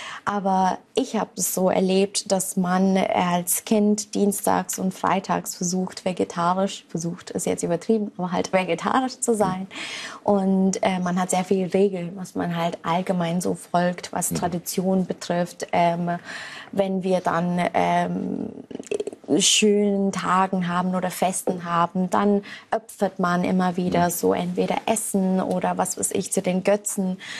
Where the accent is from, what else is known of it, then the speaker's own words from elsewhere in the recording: Singapore; German is a second language; Und ich bin ja aus Singapur und da haben wir unser eigener Hinduism, würde ich sagen.